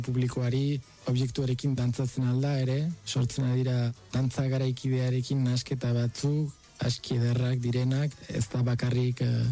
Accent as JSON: {"language": "Basque", "town": "Vitoria-Gasteiz", "region": "Basque Country", "country": "Spain", "tie": "born or raised there"}